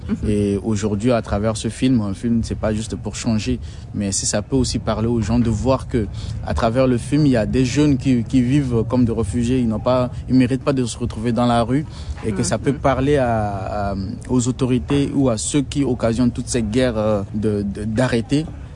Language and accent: French; DR Congo; born there; Et encore plus la RDC, mon pays d'origine. Je suis né là-bas.